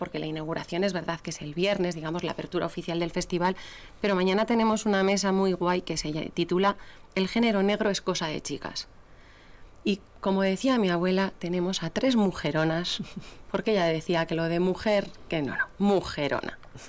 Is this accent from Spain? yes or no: yes; Basque Country, Spain; born there; Mi ama es gallega. Y mi aita es leonés. Yo nací aquí en Euskadi.